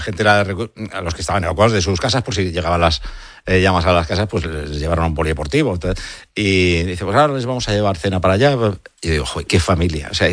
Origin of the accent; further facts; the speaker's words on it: Asturias, Spain; mi pueblo en Asturias, de 37 grados